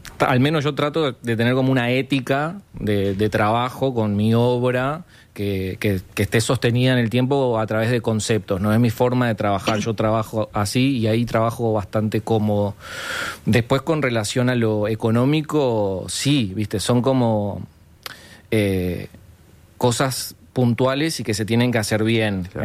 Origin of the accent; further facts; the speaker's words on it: Asunción, Paraguay; born there; Mis padres son los dos uruguayos. Mi padre ya fallecido de buceo y mi madre de Brazo Oriental. Y yo nací en Asunción, Paraguay.